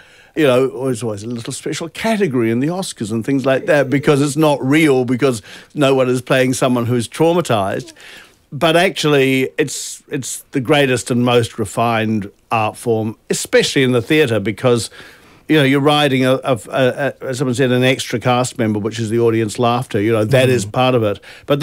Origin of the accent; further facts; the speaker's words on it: New Zealand; But this song, look, I grew up in New Zealand. … were absolutely seminal to my musical upbringing.